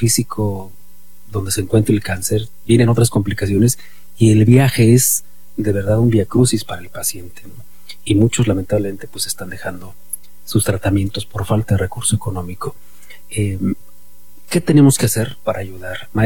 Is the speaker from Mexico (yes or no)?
yes; Querétaro, Mexico